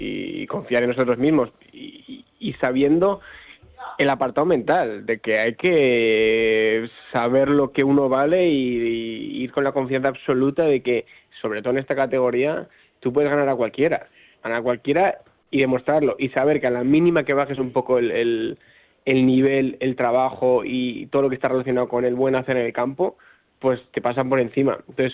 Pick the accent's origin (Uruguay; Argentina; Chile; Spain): Spain; Mungia, Basque Country; Yo soy de Munguía, bueno, de Bilbao, tengo a mi familia aquí